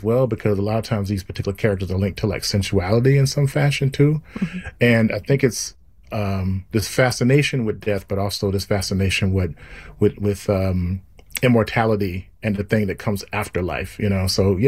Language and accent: English; Mississippi, United States; you know, I'm from Mississippi, and I grew up with the blues